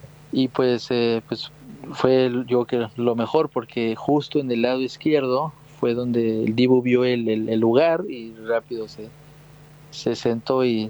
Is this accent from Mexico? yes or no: yes; Mexico; Obviamente, pues como mexicano quiero que siempre le vaya bien a México, ¿verdad?